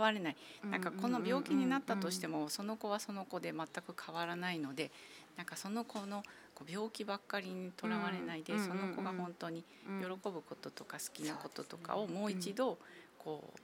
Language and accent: Japanese; Osaka, Japan; 私は大阪です。